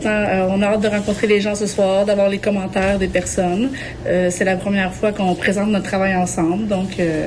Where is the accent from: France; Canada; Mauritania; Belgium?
Canada; Montreal, Quebec; on est montréalaise. On est venu jusqu'ici pour faire l'exposition.